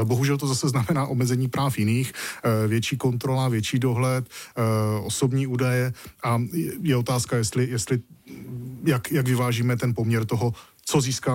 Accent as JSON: {"language": "Czech", "town": "Brno", "region": "South Moravian Region", "country": "Czechia", "lives_now": "Prague, Czech Republic"}